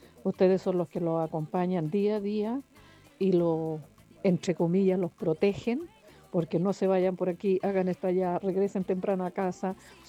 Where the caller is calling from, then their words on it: Placilla, Valparaíso, Chile; Yo les hablo desde Placilla.